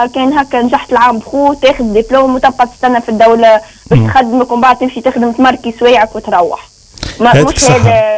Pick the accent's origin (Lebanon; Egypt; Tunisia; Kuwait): Tunisia; عندنا في تونس